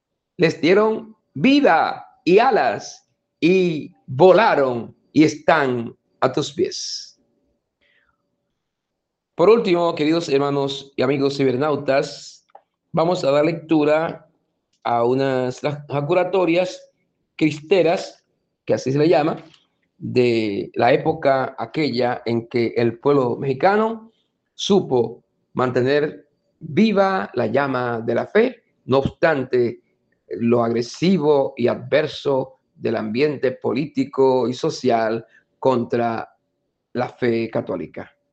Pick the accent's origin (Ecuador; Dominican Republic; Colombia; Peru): Dominican Republic; en nosotros como dominicanos